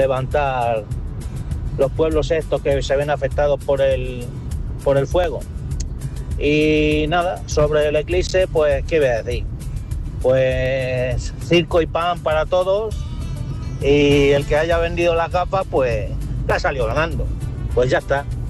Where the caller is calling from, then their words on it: Toledo, Castilla-La Mancha, Spain; de Toledo.